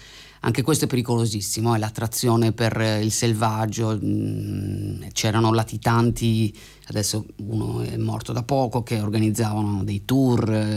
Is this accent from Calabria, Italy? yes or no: no; Sardinia, Italy; moved away as an adult